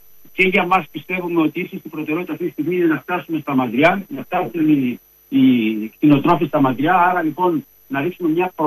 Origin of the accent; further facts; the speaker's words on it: Crete, Greece; born there; Γεννήθηκα στην Κρήτη, είμαι 70 χρόνια